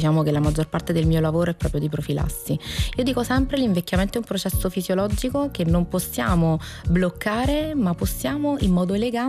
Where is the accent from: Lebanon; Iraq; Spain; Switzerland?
Switzerland; Tu sai bene, perché io sono svizzera